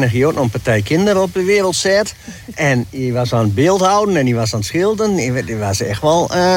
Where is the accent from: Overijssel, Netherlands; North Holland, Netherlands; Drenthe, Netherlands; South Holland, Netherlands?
Drenthe, Netherlands; Nou kom ik uit het noorden van Drenthe, hè?